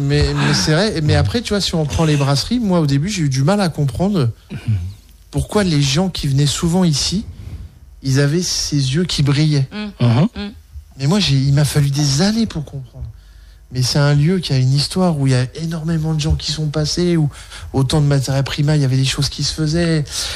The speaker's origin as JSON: {"language": "French", "area": "Champ-le-Bœuf", "region": "Grand Est", "country": "France", "tie": "born or raised there", "said": "moi j'ai grandi au Champ de Bœuf, donc c'est chez moi."}